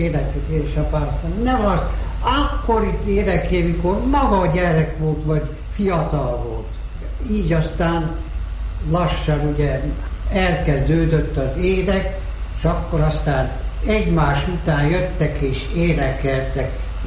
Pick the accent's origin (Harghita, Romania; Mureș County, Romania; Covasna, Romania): Mureș County, Romania; Erdélyben, Maros-Székely jobbágyterkén születtem, kisdiák koromban. Maros-Vásárhelyen jártam gimnáziumba